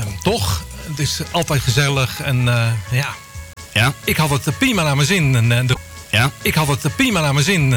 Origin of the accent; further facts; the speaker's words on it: Netherlands; Ja, precies. En we zijn Nederlanders, hè, toch?